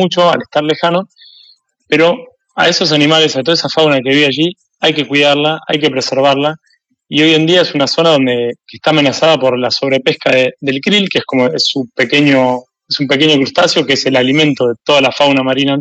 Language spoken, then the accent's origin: Spanish; Buenos Aires, Argentina; Somos de la zona de la costa. Buenos Aires.